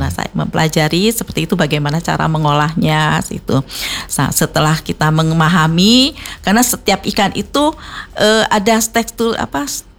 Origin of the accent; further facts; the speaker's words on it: Palembang, South Sumatra, Indonesia; now in Semarang, Indonesia; saya orang Palembang ya Mas ya, pendatang ke sini ya